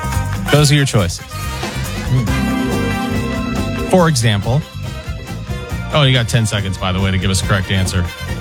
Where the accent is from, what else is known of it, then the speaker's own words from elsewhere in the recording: California, United States; born there; I was born near Sacramento.